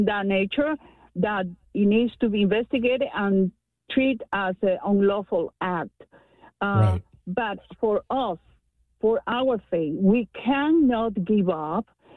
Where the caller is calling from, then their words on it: United States; So thank goodness I'm American in a very civilized neighborhood.